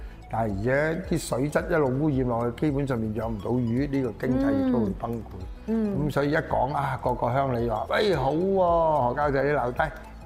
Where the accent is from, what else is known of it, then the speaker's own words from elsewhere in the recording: Shunde, Guangdong, China; 反而咧就真係落地咧，就翻我家鄉順德佛山區嘅佛山順德區裏面咧去搞呢件事咧，因為佛山係以水興城啊嘛